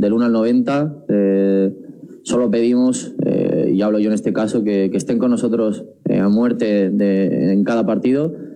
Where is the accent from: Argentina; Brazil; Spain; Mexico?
Spain; Catalonia; moved away as an adult; al final hasta los 18 viví allí, soy catalán, tengo mucha familia allí